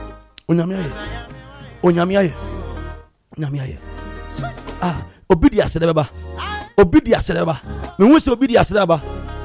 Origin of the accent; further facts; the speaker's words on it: Ghana; And we're from Ghana.